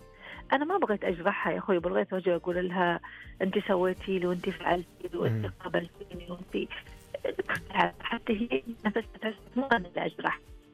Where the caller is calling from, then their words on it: Eastern Province, Saudi Arabia; عندنا في الشرقية